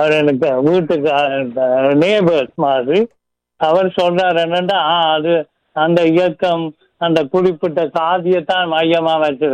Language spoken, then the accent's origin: Tamil; Inuvil, Northern Province, Sri Lanka; now in Canada; நாங்கள் இந்த யாழ்ப்பாண டவுனுக்கிட்ட, நீங்க டவுனுக்குள்ள நாங்கள் இன்னுவில்.